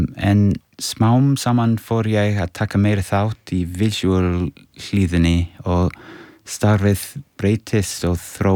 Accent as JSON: {"language": "Icelandic", "region": "England", "country": "United Kingdom", "tie": "born or raised there", "second_language": "Icelandic", "moved": "yes", "lives_now": "Iceland", "said": "Ég ólst upp á Englandi en ég hef búið á Íslandi síðustu 10 ár. Kom hingað því ég var að vinna með"}